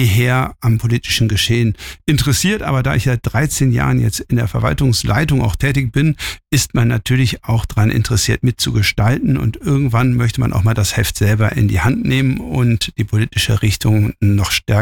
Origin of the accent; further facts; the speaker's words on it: Cologne, North Rhine-Westphalia, Germany; born there; now in Georgsmarienhütte, Germany; Ja, ich bin 53 Jahre alt, komme gebürtig aus Köln, bin verheiratet, Vater von drei Kindern, lebe jetzt seit 2021 in Gemhütte